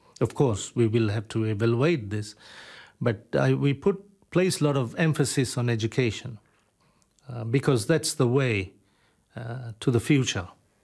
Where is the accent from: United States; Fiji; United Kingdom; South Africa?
Fiji; born or raised there